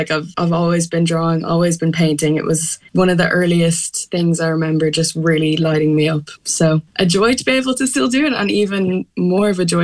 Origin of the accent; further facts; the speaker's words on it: County Wicklow, Ireland; kind of looking into history of where I grew up in Wicklow